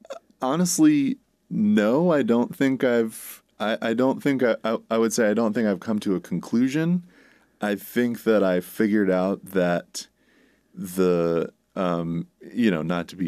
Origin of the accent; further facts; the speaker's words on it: New York City, New York, United States; moved away as an adult; also born or lived in Manhattan; now in Troy, United States; I grew up in the Bronx, not far from the Hudson River. And I live in South Troy, also not far from the Hudson River.